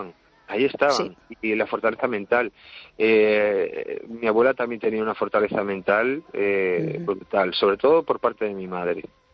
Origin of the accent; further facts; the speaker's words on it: Cangas, Asturias, Spain; yo soy de Cangas y tengo ese uh-huh. lenguaje aún de ir a sachar abeja.